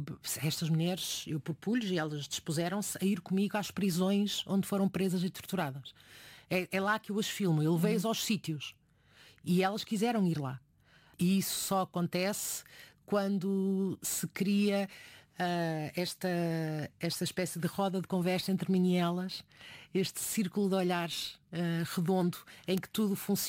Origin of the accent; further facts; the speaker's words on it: Porto, Norte, Portugal; eu sou do Porto.